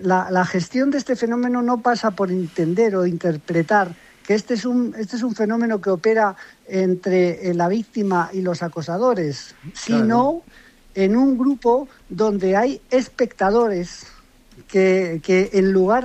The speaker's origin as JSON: {"language": "Spanish", "town": "Madrid", "region": "Community of Madrid", "country": "Spain", "said": "yo soy de Madrid, vivo en Madrid, pero soy del Barcelona."}